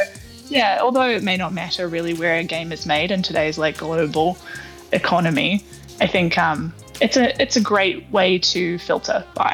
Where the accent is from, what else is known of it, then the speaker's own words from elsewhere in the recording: New Zealand; The Kiwis, I mean, I'm a New Zealander, so I have to say this